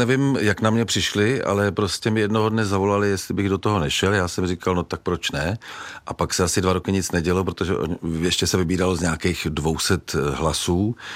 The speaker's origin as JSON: {"language": "Czech", "region": "Prague", "country": "Czechia", "tie": "born or raised there", "said": "jsem taky rodilý Pražák"}